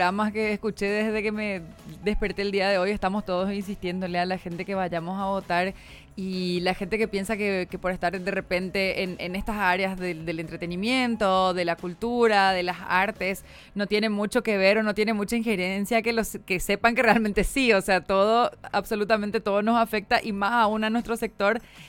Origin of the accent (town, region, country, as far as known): Paraguay